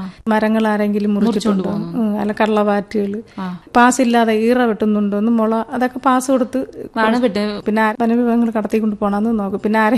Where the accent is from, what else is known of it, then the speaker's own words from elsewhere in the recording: Meenankal, Kerala, India; കാട്ടിലാണ് ജനിച്ചതും വളർന്നതും എല്ലാം കാട്ടിലാണ്. അഗസ്ത്യരൂപത്തിന്റെ താഴ്വരയിലാണ് ഈ പേപ്പാറ സ്ഥിതി ചെയ്യണം. അവിടെയുള്ള ഒരു വനത്തിലാണ് എന്റെ വീട്. മീനങ്കിൽ പന്നിക്കുഴി എന്ന സ്ഥലത്താണ്.